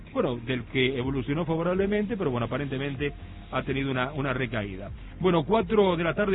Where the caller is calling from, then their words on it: Santa Lucía, San Juan, Argentina; de Santa Lucía, estoy ordenando un poco la casa.